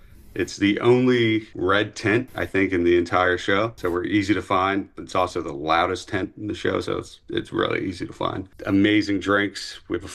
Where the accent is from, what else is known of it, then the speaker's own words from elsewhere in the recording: Bermuda; We don't even have a national anthem, but we have a national cocktail. … because we're still a British territory.